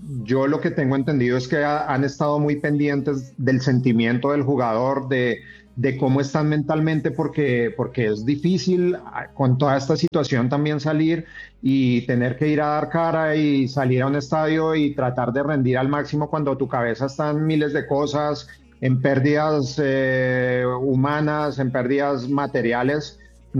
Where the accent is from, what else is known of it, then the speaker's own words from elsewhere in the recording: Bogotá, Colombia; now in Cali, Colombia; yo soy de Bogotá, pero amo Cali, me fui muy joven para allá y es una ciudad que me abrió las puertas y que amo profundamente y que me ha dado muchas cosas.